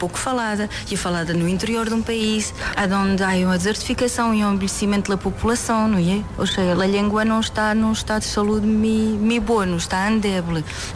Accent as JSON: {"language": "Portuguese", "region": "Norte", "country": "Portugal", "tie": "born there", "first_language": "Mirandese", "moved": "yes", "lives_now": "Porto, Portugal", "said": "Eu recebi a língua mirandesa por meus pais, meus avós, pela minha família e pela minha terra."}